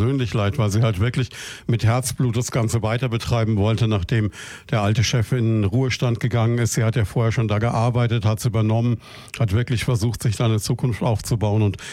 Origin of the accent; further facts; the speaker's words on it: Würzburg, Bavaria, Germany; moved away; Ich komme ja ursprünglich aus Würzburg